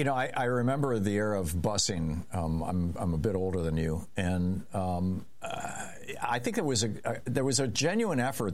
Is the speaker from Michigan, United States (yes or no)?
yes; Lansing, Michigan, United States; I always assumed that the racists that I knew when I grew up in Lansing, Michigan, the people who just casually used the N-word and, you know, whatnot, were a small and, frankly, stupid minority.